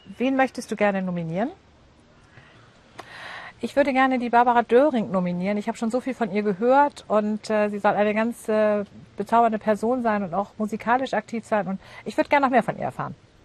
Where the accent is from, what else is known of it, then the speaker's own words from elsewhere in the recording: Hamburg, Germany; dann bin ich natürlich in Hamburg, in meiner Heimatstadt.